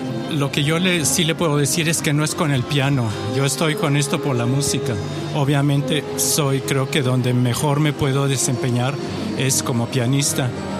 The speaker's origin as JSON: {"language": "Spanish", "country": "Mexico", "said": "todos somos mexicanos."}